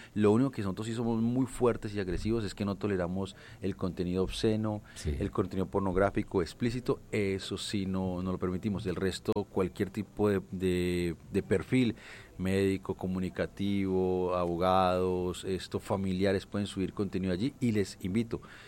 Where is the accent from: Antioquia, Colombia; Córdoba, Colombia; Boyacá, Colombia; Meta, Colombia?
Meta, Colombia